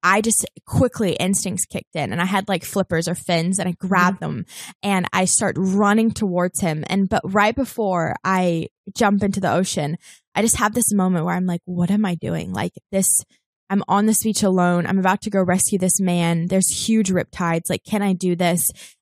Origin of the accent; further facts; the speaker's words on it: New Zealand; moved away as an adult; now in Los Angeles, United States; So I had just several years ago, I just moved to LA. I grew up in New Zealand, moved to LA.